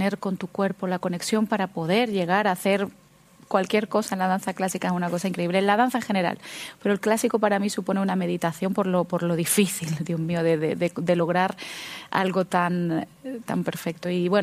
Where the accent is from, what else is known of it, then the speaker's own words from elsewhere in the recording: Canary Islands, Spain; born there; Sí, bueno, yo nací en Canarias, con situaciones familiares, ¿no? Allí empecé mis primeras clases y fueron de danza española con una tía abuela.